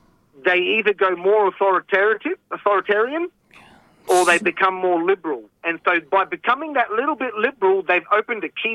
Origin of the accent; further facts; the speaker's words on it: Queensland, Australia; I come from the Wangan and Yagalingu people, and I live inside of a tribal autonomous clan group zone